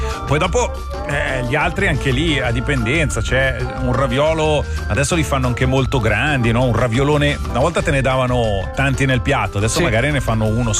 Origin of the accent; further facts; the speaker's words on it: Chiasso, Ticino, Switzerland; Li fanno dalle mie parti.